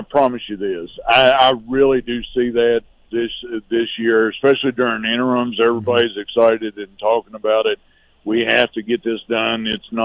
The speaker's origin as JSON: {"language": "English", "region": "West Virginia", "country": "United States", "tie": "born or raised there", "said": "I've been blessed. I grew up in Summers County. I had a good education in Hinton High School, you know, and went on and had great opportunities because I had a good foundation."}